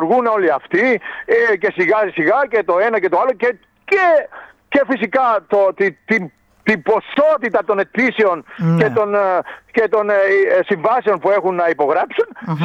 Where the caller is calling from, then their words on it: Greece; στεναχωριέμαι σαν Έλληνας